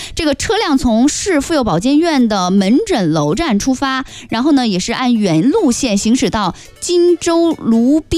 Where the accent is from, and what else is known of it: Fuzhou, Fujian, China; born or raised there